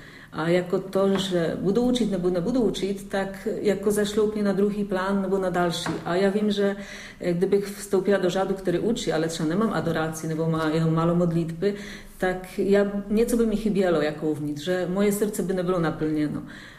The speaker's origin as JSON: {"language": "Czech", "country": "Poland", "second_language": "Czech", "lives_now": "Czech Republic", "said": "A tím, že je také už méně povolání, tak jsme všichni z Polska."}